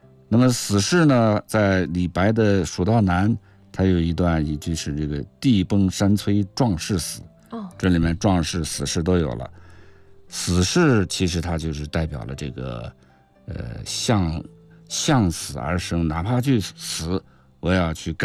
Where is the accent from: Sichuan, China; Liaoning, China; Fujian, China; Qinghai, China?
Qinghai, China; 我们青海人